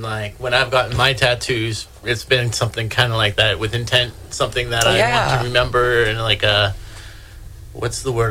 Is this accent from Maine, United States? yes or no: yes; Bangor, Maine, United States; moved away as an adult; now in Rangeley area, Maine, United States; I grew up in Bangor, and now that I'm living here, I can't get out of here.